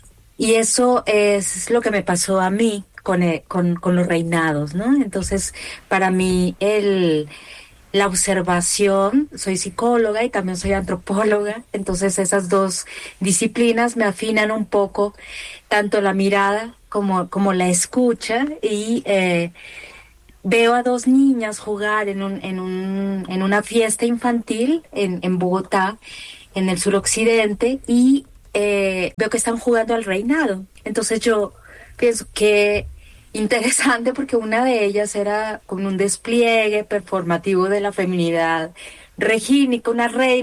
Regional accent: Mexico; moved away as an adult; now in Colombia; Yo soy mexicana, pero llevo, yo creo que ya 18 años viviendo en este país.

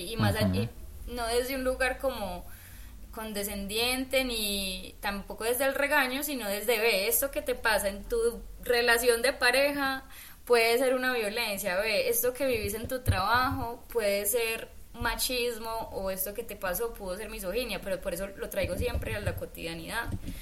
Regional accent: Medellín, Antioquia, Colombia; born or raised there

